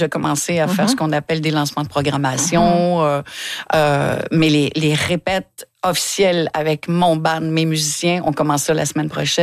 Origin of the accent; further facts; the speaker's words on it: Longueuil, Quebec, Canada; 2 octobre à Longueuil, chez moi à Longueuil.